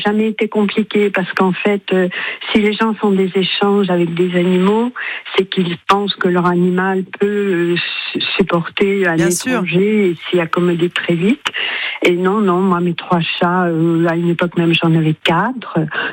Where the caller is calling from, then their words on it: Boulazac, Nouvelle-Aquitaine, France; De Boulazac.